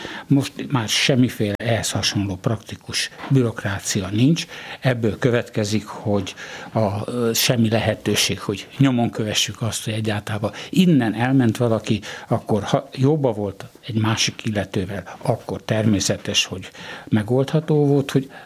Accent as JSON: {"language": "Hungarian", "region": "Budapest", "country": "Hungary", "tie": "born or raised there", "said": "1940. március 18-án születtem, és én már ebbe a lakásba kerültem haza, akkor, amikor a kórházból hazahoztak. Tehát amióta megszülettem, gyakorlatilag itt élek."}